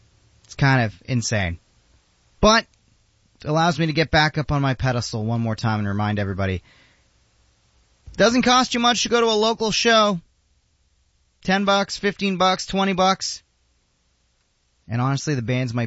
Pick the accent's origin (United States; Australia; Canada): Canada; us as Canadian fans